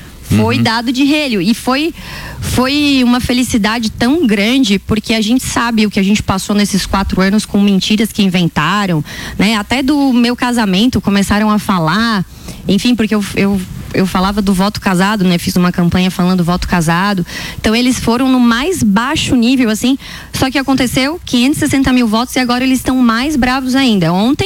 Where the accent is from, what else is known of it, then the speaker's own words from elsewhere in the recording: Criciúma, Santa Catarina, Brazil; Eu sou de Criciúma.